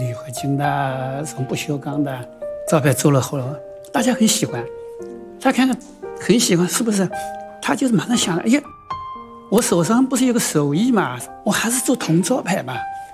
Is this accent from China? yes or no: yes; China; 我们中国人